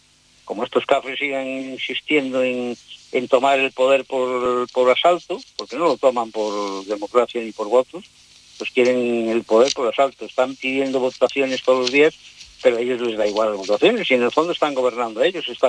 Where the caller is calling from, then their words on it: Castile and León, Spain; Yo vivo en Castilla y León, en agosto me jubilo.